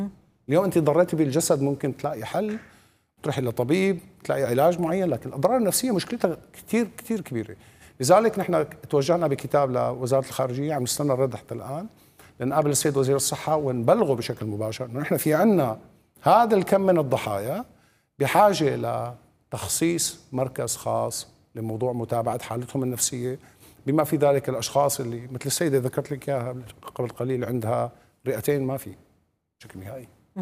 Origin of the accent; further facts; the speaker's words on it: Syria; بيننا نحن كسوريين